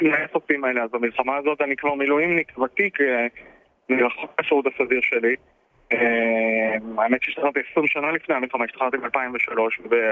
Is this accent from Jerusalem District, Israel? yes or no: yes; Jerusalem, Jerusalem District, Israel; ההורים שלי מלכתחילה בחרו לגדל אותי במקום שזאת הכי לא השכונה הרגילה בארץ, כן? בעיר העתיקה